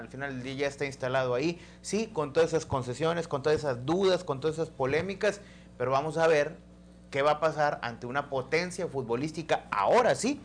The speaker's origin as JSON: {"language": "Spanish", "country": "Mexico", "tie": "born or raised there", "said": "somos mexicanos y es aquí donde nos tocó la fortuna de nacer y de vivir"}